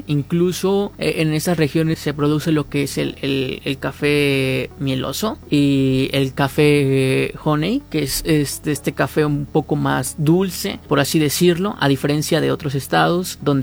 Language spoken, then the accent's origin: Spanish; Huehuetla, Hidalgo, Mexico; soy estudiante de la carrera de creación y desarrollo de empresas y soy del municipio de Huehuetla, Hidalgo